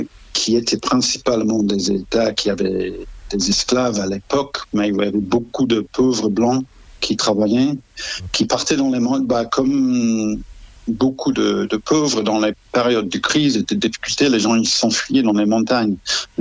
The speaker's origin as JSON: {"language": "French", "region": "England", "country": "United Kingdom", "accent": "English", "second_language": "French", "said": "Moi, je suis anglais, vous aurez compris par l'accent"}